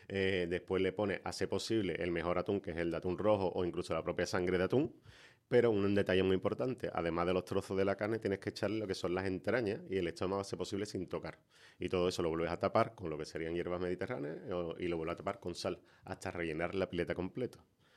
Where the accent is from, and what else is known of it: Cádiz, Andalusia, Spain